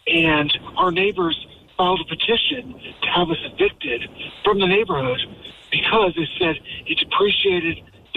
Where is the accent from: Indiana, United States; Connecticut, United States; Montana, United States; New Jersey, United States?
Connecticut, United States; moved away; Okay, so I'm from Connecticut originally.